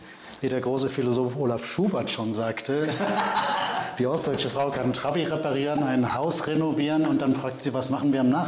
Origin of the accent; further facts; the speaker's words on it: West Germany, Germany; moved away; Also ich musste mich im Osten auch das ein oder andere Mal für meine westdeutsche Herkunft erklären